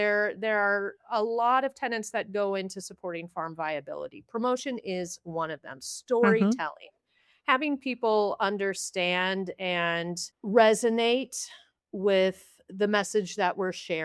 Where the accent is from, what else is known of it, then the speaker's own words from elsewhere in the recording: Oregon, United States; now in Skagit Valley, United States; I grew up in Oregon and moved to the beautiful Skagit Valley in 2014. Love being here.